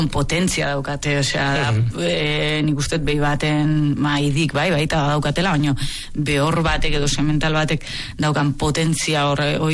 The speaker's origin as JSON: {"language": "Basque", "town": "Gaztelu", "region": "Basque Country", "country": "Spain", "tie": "born there", "said": "gurasok, bueno, ba, gaztelun bizi ginen"}